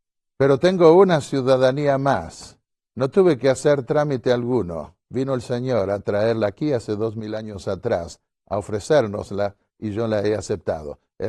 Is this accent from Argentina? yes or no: yes; Argentina; born there; also born or lived in Uruguay / United States; Nací en Argentina, pero trabajé en Uruguay, mi madre era uruguaya y pude sacar también mi ciudadanía uruguaya